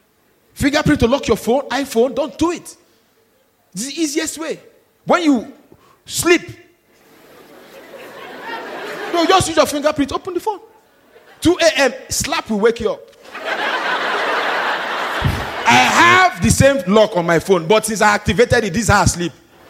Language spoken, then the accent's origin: English; Nigeria; moved away; I'm Nigerian.